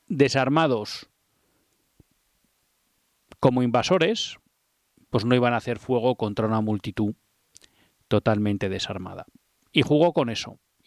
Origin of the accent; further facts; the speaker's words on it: Spain; lo que a uno le sorprende como español